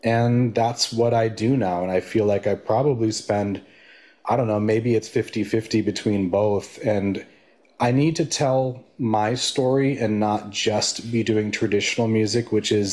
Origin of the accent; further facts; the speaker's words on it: Marin County, California, United States; I was brought up here in Marin County, I born and raised, I've always had a unique kind of experience. Culturally, I'm mixed race.